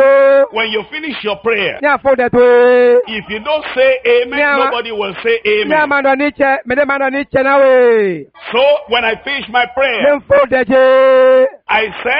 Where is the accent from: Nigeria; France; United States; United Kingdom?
Nigeria; I came from Nigeria, Africa.